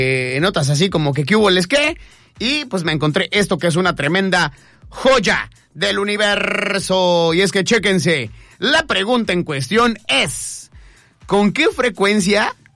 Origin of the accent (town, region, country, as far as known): Mexico